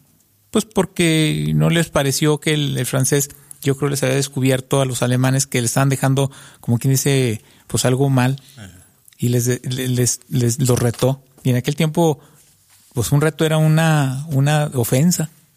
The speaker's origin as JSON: {"language": "Spanish", "region": "Durango", "country": "Mexico"}